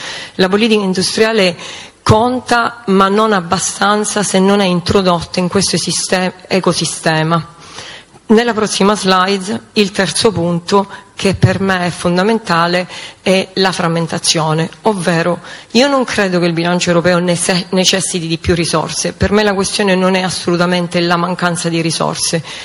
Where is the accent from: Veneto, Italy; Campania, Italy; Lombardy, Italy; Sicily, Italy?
Sicily, Italy; accent: Sicilian